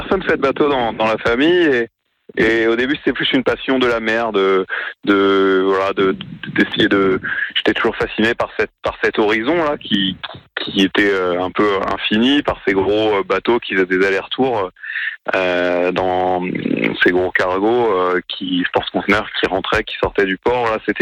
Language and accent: French; Le Havre, Normandy, France; Oui, je suis né au Havre. J'ai appris à faire du bateau, de la voile dans la baie du Havre.